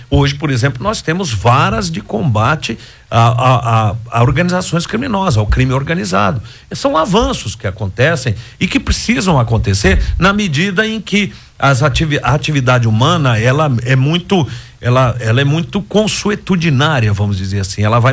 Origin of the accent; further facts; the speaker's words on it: Formosa, Goiás, Brazil; Eu sou do entorno, eu sou lá de Formosa